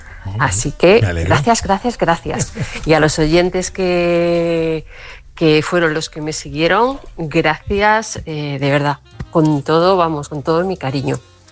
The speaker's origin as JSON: {"language": "Spanish", "town": "Barcelona", "region": "Catalonia", "country": "Spain", "tie": "born there", "lives_now": "Toledo, Spain", "said": "aunque yo vivo en Toledo, pero yo nací en Barcelona de padres extremeños. Ellos se fueron a Barcelona a trabajar"}